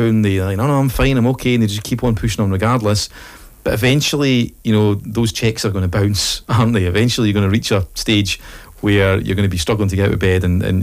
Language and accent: English; Falkirk, Scotland, United Kingdom; So obviously I'm originally from Falkirk, and there was a famous nightclub in Falkirk called Rosie O'Grady's.